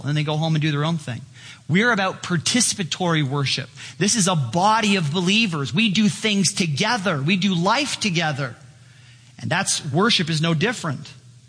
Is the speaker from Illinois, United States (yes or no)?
yes; Chicago, Illinois, United States; And well, back in Chicago, there was a casino in my hometown.